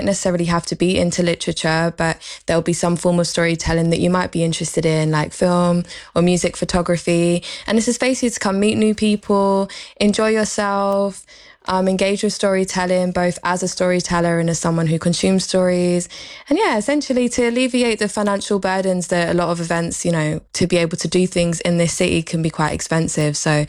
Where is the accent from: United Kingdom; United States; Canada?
United Kingdom; Romford, London; I grew up in Romford, actually, in East London